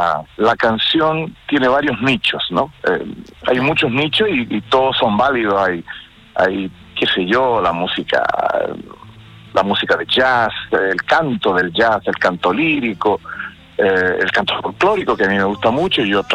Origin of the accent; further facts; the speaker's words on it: Santiago, Santiago Metropolitan Region, Chile; moved away as an adult; now in Horcón, Chile; Santiago, que es mi ciudad natal. Yo soy nacido y mal criado en Santiago.